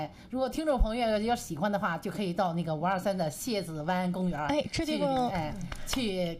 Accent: Dalian, Liaoning, China; 我也就是从小就是在海边长大的，我家离那523海呢很近

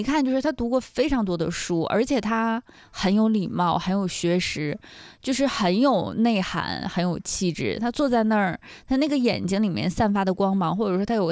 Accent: Northeast China, China; accent: Northeastern dialect; 用咱们东北话来说

